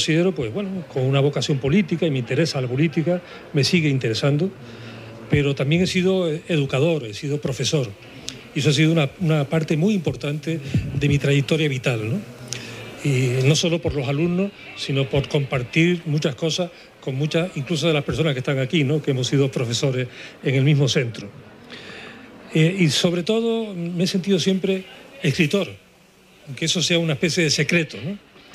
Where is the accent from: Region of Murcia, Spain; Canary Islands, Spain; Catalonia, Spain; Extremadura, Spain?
Canary Islands, Spain; San Cristóbal de La Laguna; also born or lived in Tijoco de Abajo, Adeje; allí, naturalmente, donde yo nací, ¿no? No podía ser de otra forma. Y realmente estuve unos meses en Tijoco, ¿no? Toda mi vida la he desarrollado en La Laguna, en realidad. O sea, que me siento realmente, fundamentalmente lagunero